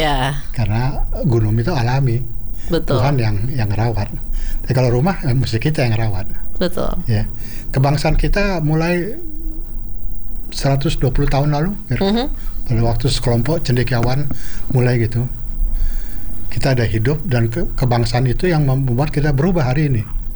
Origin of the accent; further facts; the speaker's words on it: Java, Indonesia; Saya orang Jawa, sampai kapanpun saya tetap orang Jawa gitu.